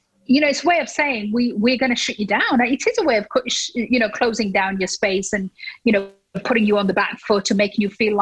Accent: United Kingdom; I am, you know, proudly Muslim. I am proudly British.

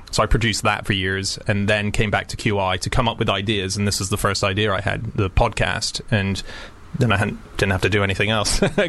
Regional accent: Australia; Well, I'm an Aussie, so I really like that there was a pre-election poll that they did to see who the most trusted Australian politician was

